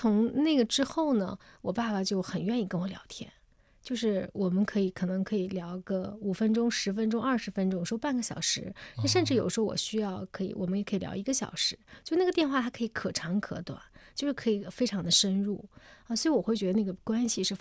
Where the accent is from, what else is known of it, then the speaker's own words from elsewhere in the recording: China; 我们中国人